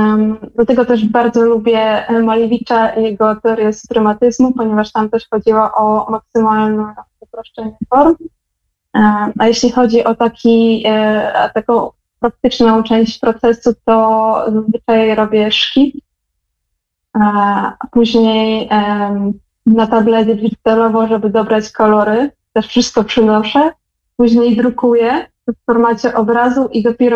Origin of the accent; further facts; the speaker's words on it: Belarus; moved away; dużo myślę o swoim kodzie kulturowym i o tym, co zostało u mnie w pamięci ze mną po tym, jak dorastałam na Białorusi.